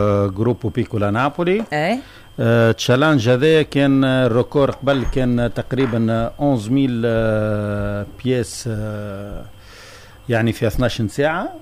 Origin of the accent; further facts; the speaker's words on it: Tunisia; moved away; احنا كتونسي